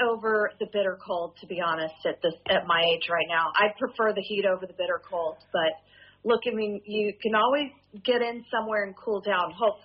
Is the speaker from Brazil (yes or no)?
no; Houston, Texas, United States; moved away; I grew up in Houston, Texas, which is probably one of the hottest, most humid cities in summer of all time.